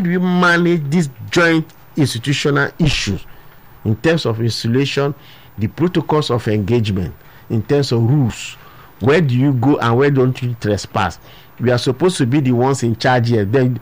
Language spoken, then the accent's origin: English; Cross River, Nigeria; I'm from Cross River